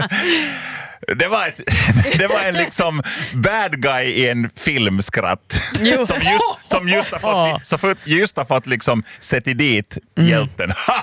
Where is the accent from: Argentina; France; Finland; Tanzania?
Finland; Min hemby heter Linkoski